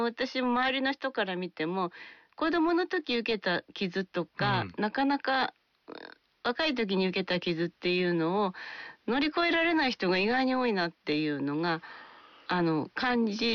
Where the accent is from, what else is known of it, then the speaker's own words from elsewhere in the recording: Otaru, Hokkaido, Japan; 私の生まれ故郷の小樽